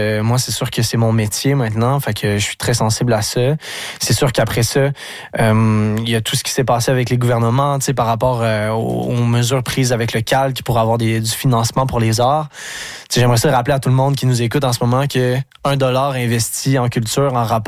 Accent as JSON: {"language": "French", "town": "Lac-aux-Sables", "region": "Quebec", "country": "Canada", "tie": "born or raised there", "said": "je viens de Lac-aux-Sables, un petit village où ça peut être difficile d'être en contact avec la culture ou les arts."}